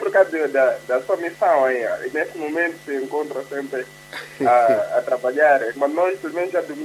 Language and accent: Portuguese; Caia, Sofala, Mozambique; moved away; a família que está lá na minha terra em Caia